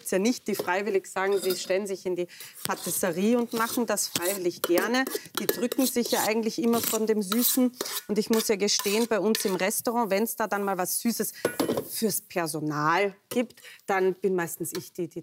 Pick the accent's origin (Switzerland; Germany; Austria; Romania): Austria; Definitiv. Ja. Als Österreicherin sowieso.